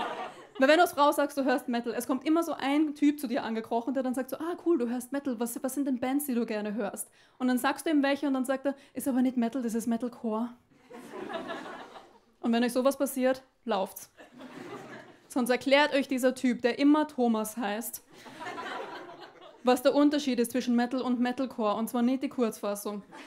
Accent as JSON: {"language": "German", "country": "Austria", "moved": "as an adult", "lives_now": "Berlin, Germany", "said": "Ich sage das bei mir am Anfang immer dazu, weil ich weiß, man hört es nicht so raus. Ich komme aus Österreich. Habe mich gut integriert. Ja. Na, ich wohne jetzt aber seit 2,5 Jahren in Berlin"}